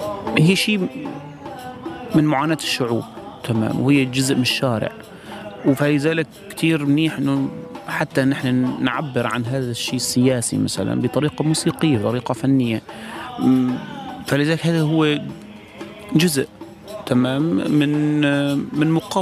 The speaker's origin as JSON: {"language": "Arabic", "town": "Aleppo", "region": "Aleppo Governorate", "country": "Syria", "moved": "yes", "said": "نحن جايين من سوريا"}